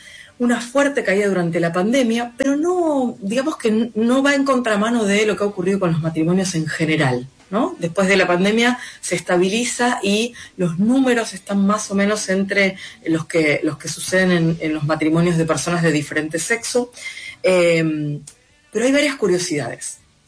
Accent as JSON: {"language": "Spanish", "country": "Argentina", "said": "cosas que nos ponen como argentinos a la vanguardia"}